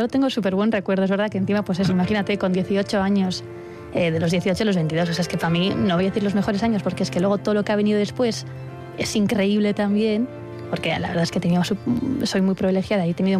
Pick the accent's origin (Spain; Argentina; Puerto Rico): Spain; San Sebastián, Basque Country; yo soy de Donosti, entonces la primera vez que salía de casa durante 4 años